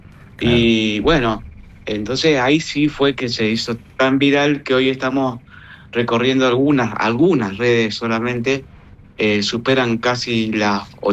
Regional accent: Argentina; Solamente nosotros queríamos conseguir un autógrafo como hinchas argentinos.

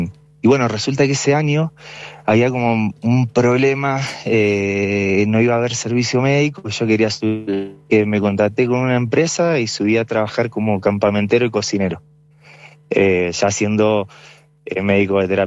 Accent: La Emilia, Buenos Aires Province, Argentina; Soy de La Emilia. Soy del pueblo de La Emilia.

